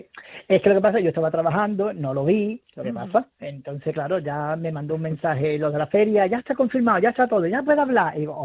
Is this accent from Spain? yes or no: no; Gibraltar; para mi público de Gibraltar, y bueno, y el campo de Gibraltar